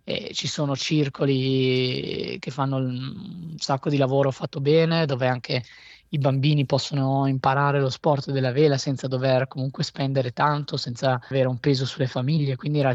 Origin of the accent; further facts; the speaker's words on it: Trieste, Friuli-Venezia Giulia, Italy; moved away as an adult; now in United States; Sono nato e cresciuto a Trieste, però ho viaggiato tantissimo